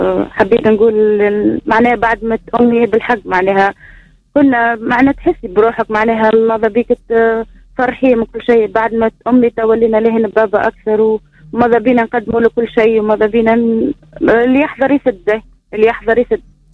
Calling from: Mahres, Sfax Governorate, Tunisia; من المحرس.

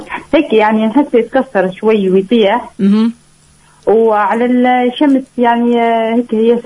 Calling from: Tataouine, Tataouine Governorate, Tunisia; من تطاوين

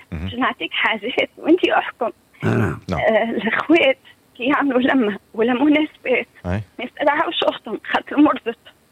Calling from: Jemmal, Monastir Governorate, Tunisia

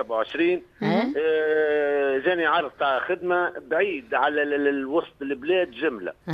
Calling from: Manouba, Tunisia

